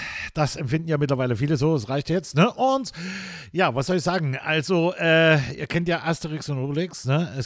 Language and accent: German; Saxony, Germany; Ich bin ja stolzer Sachse und ich bin wirklich stolz, Sachse zu sein.